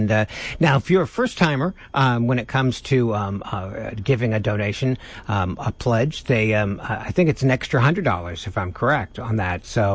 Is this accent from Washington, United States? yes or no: yes; Seattle, Washington, United States; moved away; I'm from the Seattle area